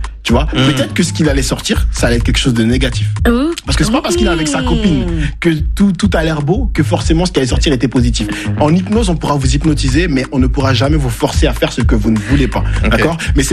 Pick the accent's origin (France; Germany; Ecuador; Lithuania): France; Garges-lès-Gonesse, Île-de-France; also born or lived in Côte d'Ivoire; moi, j'ai grandi à Garges-lès-Gonesse.